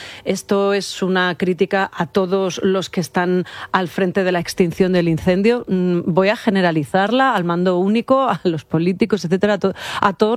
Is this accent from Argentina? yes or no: no; Sotillo de la Adrada, Castile and León, Spain; En Sotillo de la Draa hemos de dar gracias porque las casas parece que de momento no han resultado afectadas.